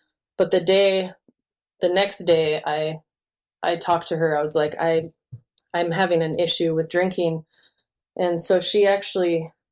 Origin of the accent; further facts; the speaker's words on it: Nome, Alaska, United States; born there; moved away as an adult; also born or lived in Anchorage, Alaska / Fairbanks, Alaska; now in Colorado Springs, United States; 3 days after we were born, we flew back to Nome, and that's where I grew up until I was about 12 or 13.